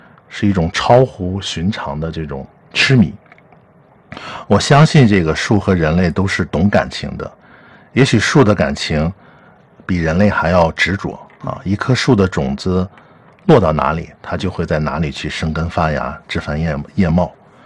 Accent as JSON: {"language": "Chinese", "region": "Shanxi", "country": "China", "said": "尤其我来自山西啊"}